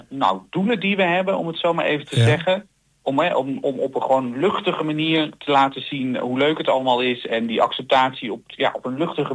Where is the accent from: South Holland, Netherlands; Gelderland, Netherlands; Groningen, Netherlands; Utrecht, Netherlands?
Gelderland, Netherlands; Elburg; now in Amsterdam, Netherlands; Ik woon zelf inmiddels in Amsterdam, maar ik ben geboren en getogen in Elburg, vlakbij Apeldoorn.